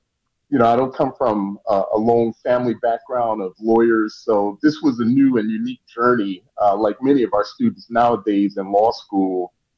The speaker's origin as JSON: {"language": "English", "town": "Cleveland", "region": "Ohio", "country": "United States", "tie": "born or raised there", "said": "You know, I grew up as a kid in Cleveland, Ohio, and my family has some really deep roots. I was a first-generation Northerner, in a sense. My parents both hail from really tiny towns in Alabama."}